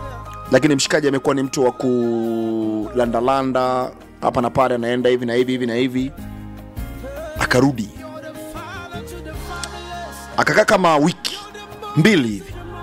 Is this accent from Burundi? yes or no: no; Mbeya, Tanzania; Ni mshikaji ambaye nimetoka naye Mbeya. Tulikuja kutafuta maisha.